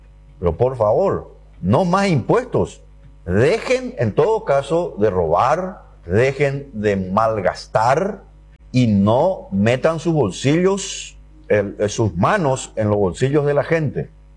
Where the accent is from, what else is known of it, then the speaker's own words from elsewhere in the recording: Paraguay; Nosotros, como pueblo paraguayo